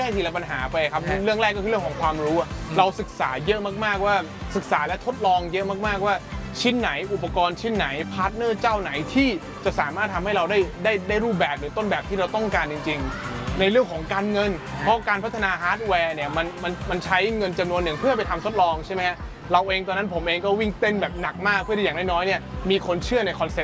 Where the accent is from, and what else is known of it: Ko Samui, Surat Thani, Thailand